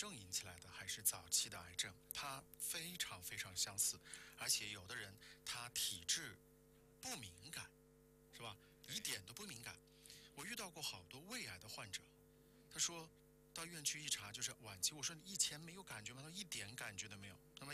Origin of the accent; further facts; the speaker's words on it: Wuhan, Hubei, China; 我们武汉人说梗到了，